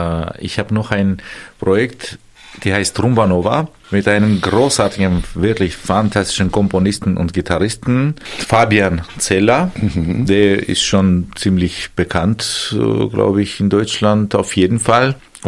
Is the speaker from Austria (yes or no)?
no; Armenia; moved away; woher kommst du? Armenien